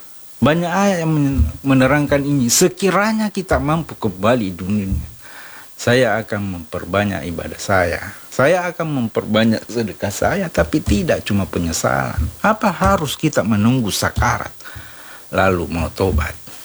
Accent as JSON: {"language": "Indonesian", "region": "South Sulawesi", "country": "Indonesia", "said": "kita sebagai Bugis Makassar sebelum dan sesudah Ramadan itu pergi ziarah kubur."}